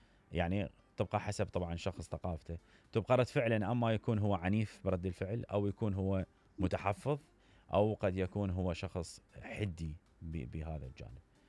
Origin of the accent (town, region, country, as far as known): Iraq; moved away